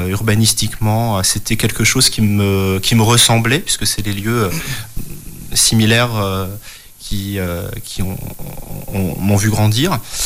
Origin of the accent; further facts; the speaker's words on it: Fourmies, Hauts-de-France, France; also born or lived in Maubeuge / Lille; now in Roubaix, France; Je suis né à Maubeuge et j'ai grandi dans une ville marquée par le textile, comme la ville de Roubaix. J'ai grandi à Fourmies, entre les maisons de maître, les courées... et les cheminées d'usine, à l'époque, dans mon enfance, il y en avait encore.